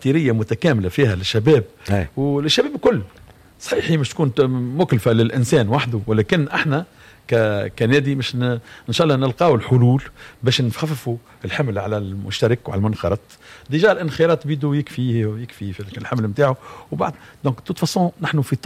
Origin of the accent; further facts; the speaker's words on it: Kairouan, Kairouan Governorate, Tunisia; انا من القيروان